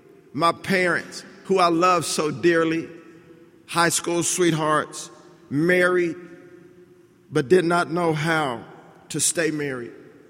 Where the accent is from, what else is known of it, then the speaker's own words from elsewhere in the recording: Texas, United States; I'm from Texas.